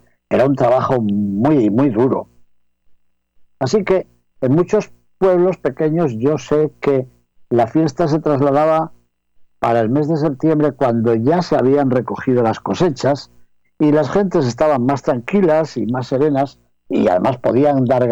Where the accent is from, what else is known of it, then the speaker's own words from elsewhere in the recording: Palazuelo de Órbigo, Castile and León, Spain; Yo recuerdo cuando era niño, allá en el pueblo donde me crié, en Palazuelo de Órbigo, diócesis de Astorga y provincia de León, en España